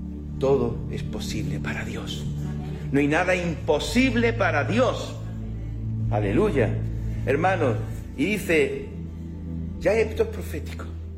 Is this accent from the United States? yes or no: no; Spain; Para eso sí somos españoles.